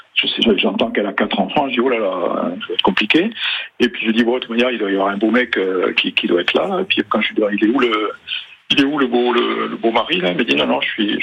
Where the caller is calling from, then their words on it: France; C'est ça, j'appelle de Poyestre.